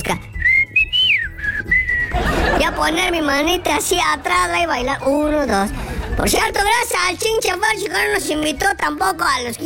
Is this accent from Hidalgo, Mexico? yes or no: yes; Tula de Allende, Hidalgo, Mexico; soy tuleño. Pues soy de allá, soy oriundo de allá.